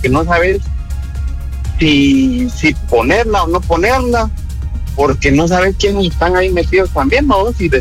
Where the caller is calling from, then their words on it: Guatemala; nosotros como guatemaltecos